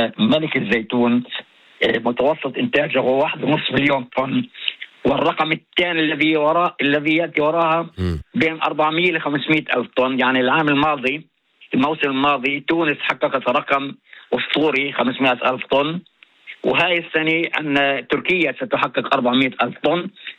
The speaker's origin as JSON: {"language": "Arabic", "country": "Palestine", "said": "عندنا في فلسطين في منطقة طوباس"}